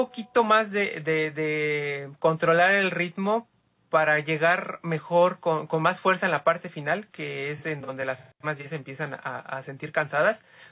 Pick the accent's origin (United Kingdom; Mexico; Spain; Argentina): Mexico; México es mi país, créeme, por eso es que lo puse 100% mexicano, porque ahí nací, ahí crecí, ahí entreno, mis papás son de México, toda mi familia